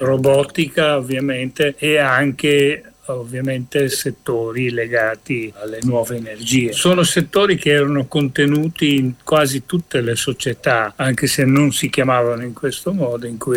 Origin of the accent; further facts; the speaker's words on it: Mumbai, Maharashtra, India; moved away; also born or lived in Turin, Italy; Ho abitato a Torino per tanti anni, ma nasco e sono cresciuto in India, a Bombay.